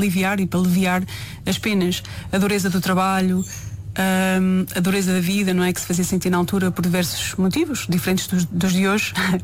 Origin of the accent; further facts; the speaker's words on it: Norte, Portugal; accent: Transmontano; é a forma como cantamos, não é? Com o nosso sotaque transmontano